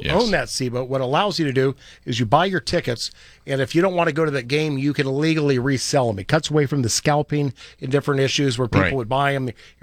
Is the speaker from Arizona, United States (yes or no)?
no; Medford, Oregon, United States; I grew up in Southern Oregon, and we had the Medford A's.